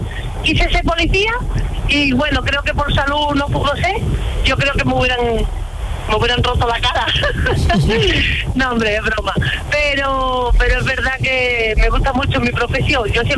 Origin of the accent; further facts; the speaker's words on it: Peñarroya-Pueblonuevo, Andalusia, Spain; Pues soy de Peñarroya, por lo nuevo.